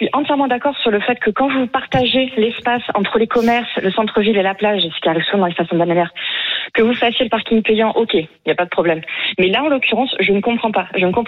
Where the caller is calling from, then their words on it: Montpellier, Occitanie, France; depuis que je suis à Montpellier